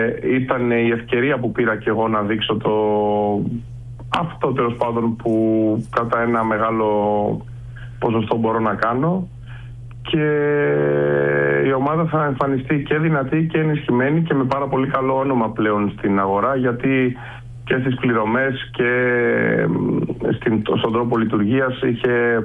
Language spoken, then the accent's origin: Greek; Kalamata, Peloponnese, Greece; also born or lived in Mani; και μετά γυμνάσιο και λύκειο στην Καλαμάτα, δηλαδή μεγάλωσα στην Καλαμάτα και στη Μάνη.